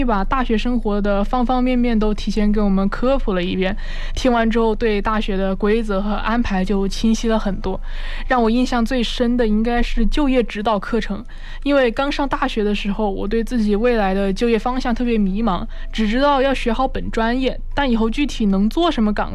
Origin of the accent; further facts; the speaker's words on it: Hubei, China; moved away as an adult; now in Guangxi, China; 然后我是湖北的嘛